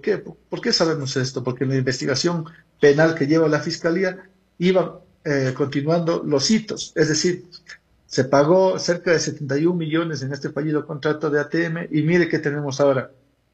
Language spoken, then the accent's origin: Spanish; Amazon, Ecuador; todos los amazónicos